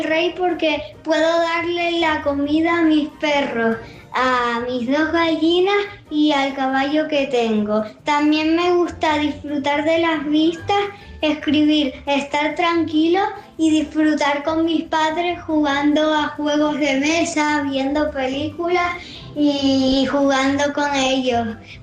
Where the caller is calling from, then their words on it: La Esperanza, Canary Islands, Spain; tengo 10 años. Vivo en Tenerife, en una zona rural de La Esperanza.